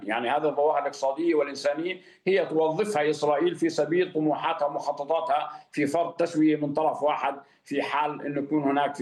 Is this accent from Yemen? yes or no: no; Palestine; لماذا أنا ملزم كفلسطيني أن أبقي هذه الأموال متكدسة ببنوكي